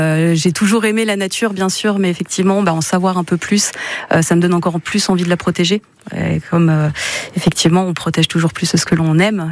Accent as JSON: {"language": "French", "town": "Saint-Eustache", "region": "Auvergne-Rhône-Alpes", "country": "France", "tie": "born or raised there", "said": "je suis originaire de Saint-Eustache, donc sur les hauteurs du lac d'Annecy"}